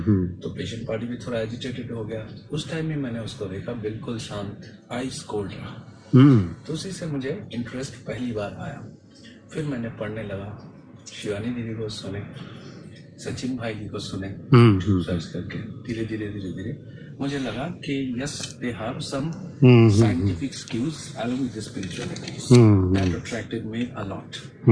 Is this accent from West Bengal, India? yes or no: yes; Durgapur, West Bengal, India; दुर्गापुर का रहने वाला हूँ